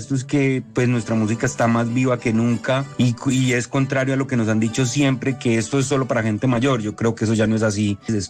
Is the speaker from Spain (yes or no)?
no; Calarcá, Quindío, Colombia; mi pueblo, Calarcá Quindío